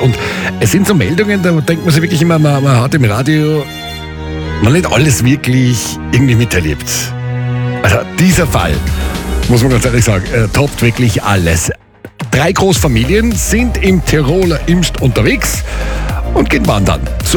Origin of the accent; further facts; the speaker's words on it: Germany; Ich meine, wir sind Deutsche mit Turnschuhen und Sandalen gewöhnt.